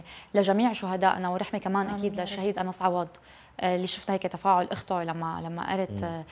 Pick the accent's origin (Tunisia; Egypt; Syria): Syria; جميعنا كسوريين